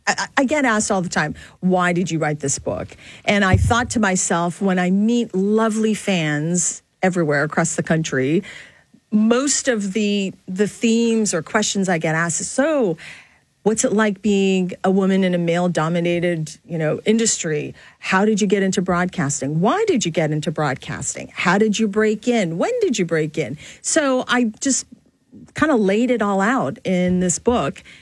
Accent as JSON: {"language": "English", "country": "Philippines", "tie": "born there", "moved": "yes", "said": "when I was born in the Philippines"}